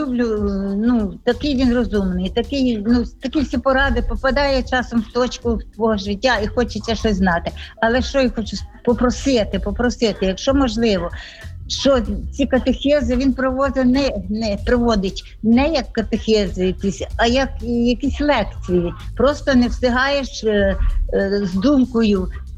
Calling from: Kamianets-Podilskyi, Khmelnytskyi Oblast, Ukraine; Я з Кам'янця-Подільського

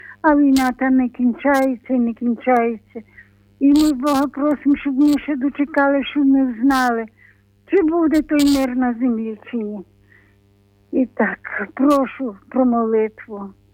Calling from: Drohobych, Lviv Oblast, Ukraine; Я сама з Дрогобича.

